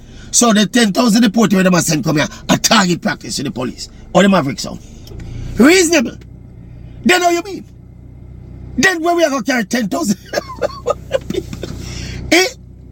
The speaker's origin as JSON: {"language": "English", "country": "Jamaica", "said": "See, this is Jamaica, you know, where Hurricane Melissa just popped down"}